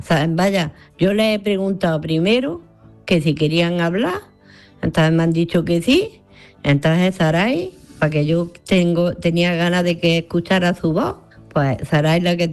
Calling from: Granada, Andalusia, Spain; Hola Manolo … de Granada.

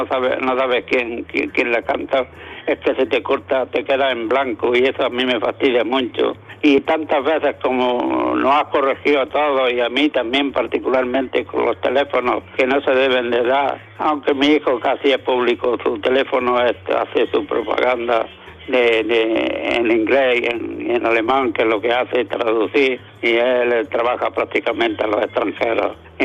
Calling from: Almuñécar, Andalusia, Spain; de Almuñécar.

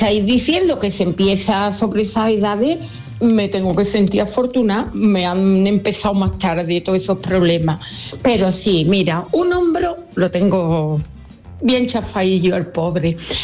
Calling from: Dos Hermanas, Andalusia, Spain; de Dos Hermanas. Os digo, voy a cumplir para noviembre 66 años.

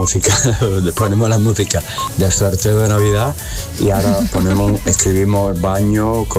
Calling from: Málaga, Andalusia, Spain; de Málaga.

